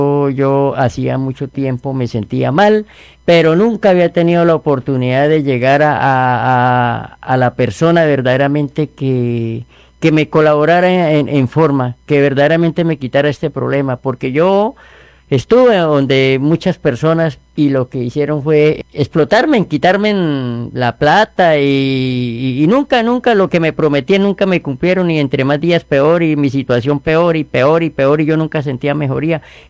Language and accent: Spanish; Puerto Wilches, Santander, Colombia; Yo soy de Puerto Wilches, Santander.